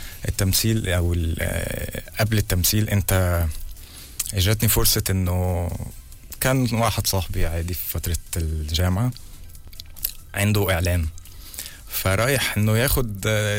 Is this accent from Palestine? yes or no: yes; Palestine; now in Egypt; فانا بتعامل مصري مع الناس في البيت انا فلسطيني كأني عايش في غزة بالضبط